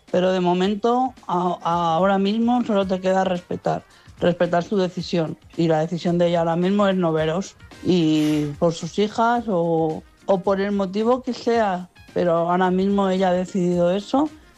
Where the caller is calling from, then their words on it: Madrid, Community of Madrid, Spain; de Madrid.